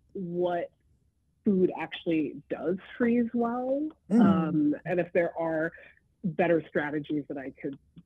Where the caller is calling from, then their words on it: St. Paul, Minnesota, United States; I'm calling from St. Paul, Minnesota.